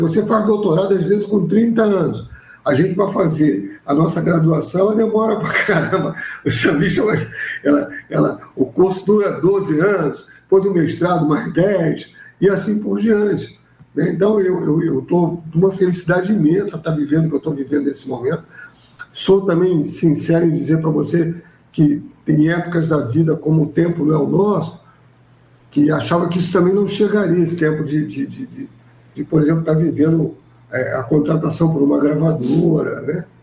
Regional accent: Rio de Janeiro, Brazil; also born or lived in Madureira, Rio de Janeiro; Eu nasci em Madureira, fui criado em Oswaldo Cruz.

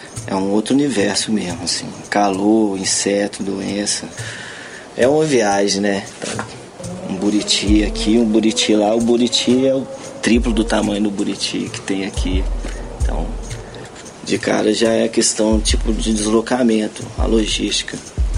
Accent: Belo Horizonte, Minas Gerais, Brazil; moved away as an adult; also born or lived in Javari Valley, Amazonas; tenho 35 anos. Sou nascido em Belo Horizonte. Me criei na região do Barreiro, no Tirol.

